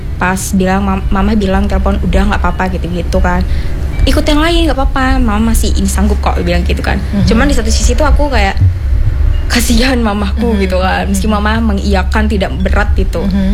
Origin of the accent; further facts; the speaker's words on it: Lampung, Indonesia; Kebetulan aku dari Lampung Tengah, aku ikut.